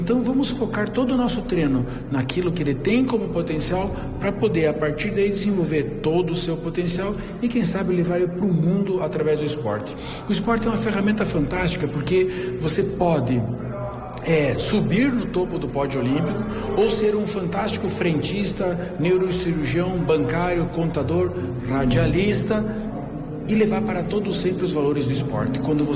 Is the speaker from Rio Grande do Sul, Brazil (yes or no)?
no; Herval d'Oeste, Santa Catarina, Brazil; nós somos nascidos em Ervaldo Oeste, estudamos em Ervaldo Oeste